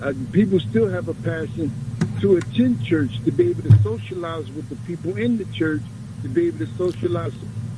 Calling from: New York, United States; I'm from Queens.

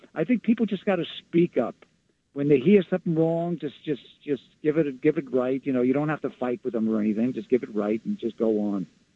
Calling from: Long Island, New York, United States; from Long Island.

